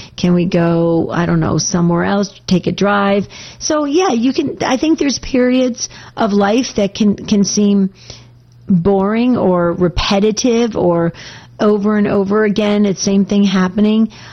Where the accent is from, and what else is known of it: New Jersey, United States; born or raised there; now in Arizona, United States